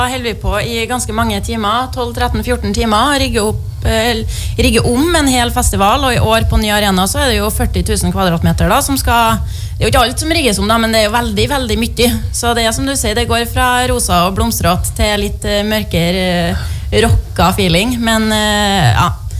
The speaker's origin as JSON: {"language": "Norwegian", "town": "Verdal", "region": "Trøndelag", "country": "Norway", "said": "jeg er nordtrønder, jeg er fra Verdalen."}